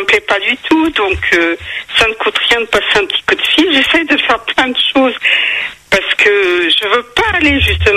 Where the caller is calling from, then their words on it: Drancy, Île-de-France, France; J'habite à Drancy.